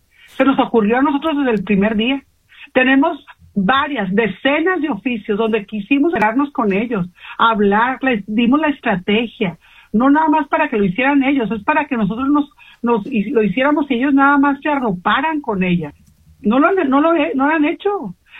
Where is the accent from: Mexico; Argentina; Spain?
Mexico; Sinaloa; porque así somos los sinaloenses, de frente, para trabajar y contribuir.